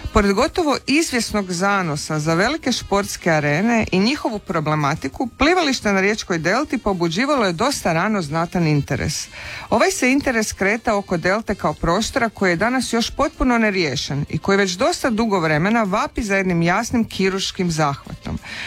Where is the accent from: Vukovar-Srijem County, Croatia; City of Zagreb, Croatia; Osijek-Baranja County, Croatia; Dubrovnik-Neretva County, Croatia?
City of Zagreb, Croatia; Zagreb; born there; now in Rijeka, Croatia; ja sam iz Novog Zagreba kao